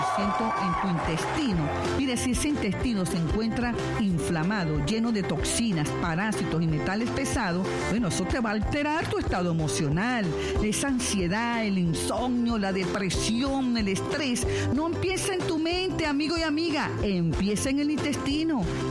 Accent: Carúpano, Sucre, Venezuela; llegando de viaje de mi pueblo natal, Carúpano, y en sintonía por la familia Plenitud 90.9.

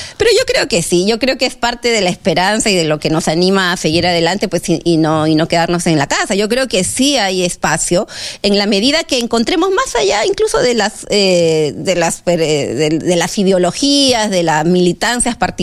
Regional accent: Peru; reconocernos como peruanos.

